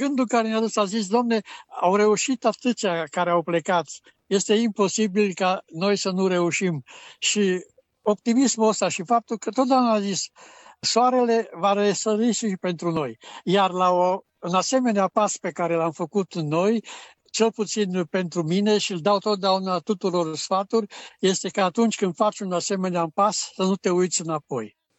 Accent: Romania; also born or lived in Graz; now in Austria; sunt român.

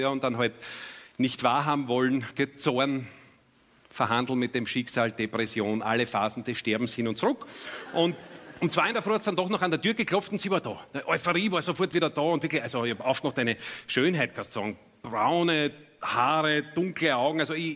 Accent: Styria, Austria; Ich komme ja, bin gebürtig aus der Steiermark.

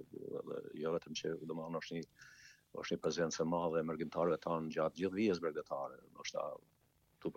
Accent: Deçan, Peja District, Kosovo; nga Komuna Deçanin

